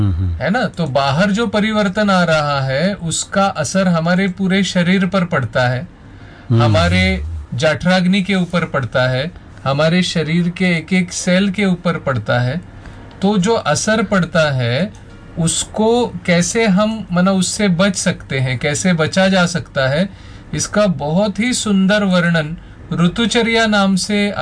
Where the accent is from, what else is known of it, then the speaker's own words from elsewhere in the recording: Mumbai, Maharashtra, India; moved away as an adult; now in Ratlam, India; basically मैं मुंबई से हूँ लेकिन वर्तमान समय में मैं रतलाम में आयुर्वेद महाविद्यालय है पंडित डॉक्टर शिव शक्तिलाल शर्मा आयुर्वेद कॉलेज, वहाँ पे एक साल से ऊपर मुझे अभी हो गया